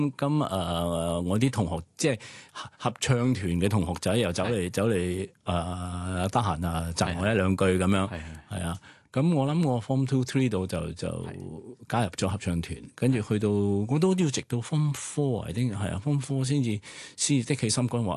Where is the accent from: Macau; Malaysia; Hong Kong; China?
Malaysia; 尤其是係我哋馬來西亞人，即係由細到大都講咗四五種啦。